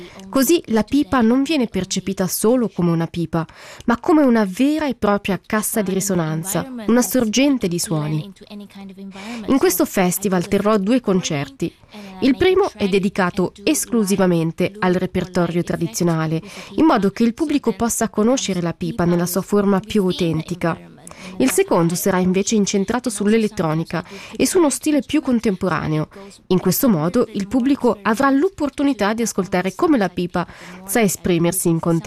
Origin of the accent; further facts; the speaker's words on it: Taiwan; Ciao a tutti. … vengo da Taiwan.